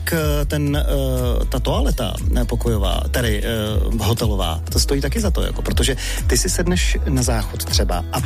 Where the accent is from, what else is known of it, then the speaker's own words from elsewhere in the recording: Bohemia, Czechia; Já jsem to u nás v Čechách